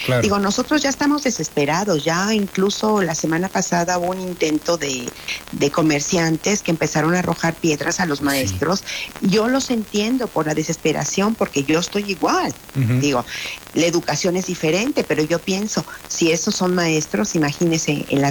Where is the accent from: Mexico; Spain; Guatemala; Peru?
Mexico; Y me siento como mexicana tan impotente.